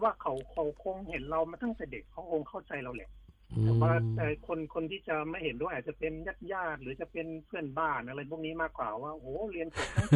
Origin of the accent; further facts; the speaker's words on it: Pattani, Thailand; now in Nakhon Ratchasima, Thailand; เป็นคนจังหวัดปัตตานีครับแต่ว่ามาย้ายไปอยู่ที่โคราช